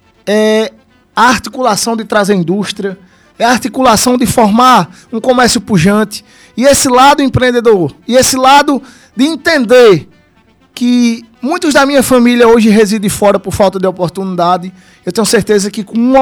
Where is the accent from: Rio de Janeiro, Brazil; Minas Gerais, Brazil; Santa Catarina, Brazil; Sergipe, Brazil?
Sergipe, Brazil; Porto da Folha; porque eu sou de Porto da Folha